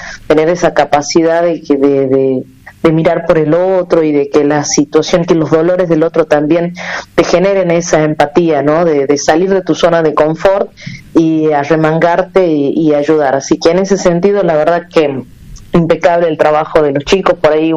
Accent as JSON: {"language": "Spanish", "town": "Monteros", "region": "Tucumán", "country": "Argentina", "said": "yo soy de Monteros"}